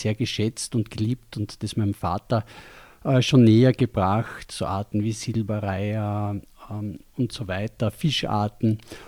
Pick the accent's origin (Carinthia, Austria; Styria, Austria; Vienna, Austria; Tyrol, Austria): Styria, Austria; Feldbach; also born or lived in Graz / Kirchberg an der Raab; aufgewachsen bin im Raum Feldbach, war dann eine Zeit lang in Graz, habe dann meine jetzige Frau kennengelernt. Wir waren dann in Kirchberg an der Raab